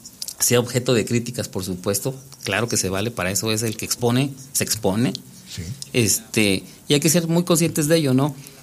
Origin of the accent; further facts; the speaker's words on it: Mexico City, Mexico; born there; Porque yo soy nacido en la Ciudad de México, pero aquí tengo viviendo 45, 47 años.